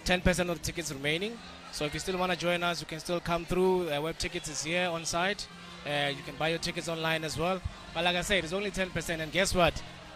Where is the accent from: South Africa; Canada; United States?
South Africa